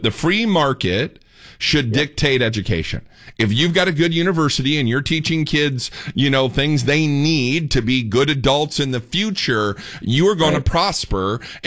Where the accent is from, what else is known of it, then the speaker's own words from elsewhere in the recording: Indiana, United States; now in Texas, United States; That's why I came here. I'm from Indiana. I came to Texas because I wanted to be a free man.